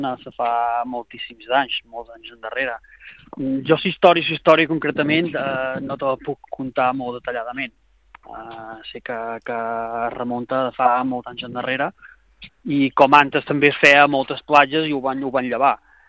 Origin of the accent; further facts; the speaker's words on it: Mahón, Balearic Islands, Spain; Jo som de Mahón, però tinc un vincle bastant important en Cal Emporter, perquè tinc una casa de fa 25 anys aquí